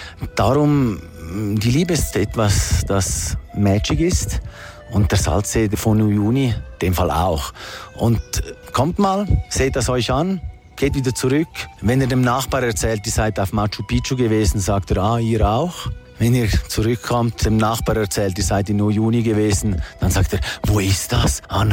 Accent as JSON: {"language": "German", "country": "Switzerland", "lives_now": "Sucre, Bolivia"}